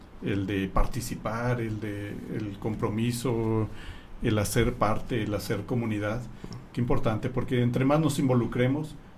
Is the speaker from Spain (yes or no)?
no; Tijuana, Baja California, Mexico; now in Ciudad Juárez, Mexico; yo vengo de fuera, tengo 13 años aquí en Juárez, vengo de Tijuana